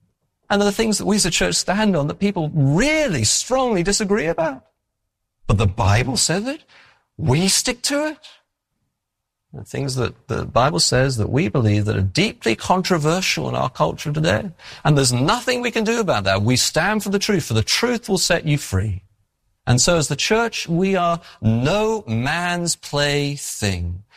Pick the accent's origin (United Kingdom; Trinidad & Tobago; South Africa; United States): United Kingdom; England; No, I'm English. I can get away with these things, right?